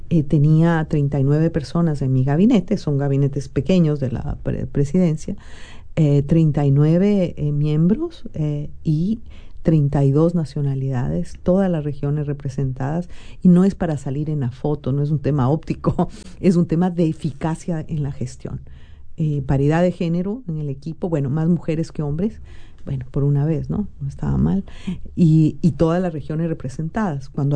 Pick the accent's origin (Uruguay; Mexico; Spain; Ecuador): Ecuador; soy una mujer latinoamericana, ecuatoriana, con mucho orgullo